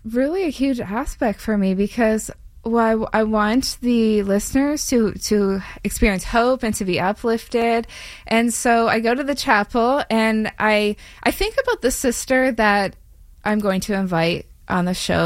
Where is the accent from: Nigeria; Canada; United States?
Canada; Western Canada; moved away; I'm from Canada, Western Canada, so I was studying up there.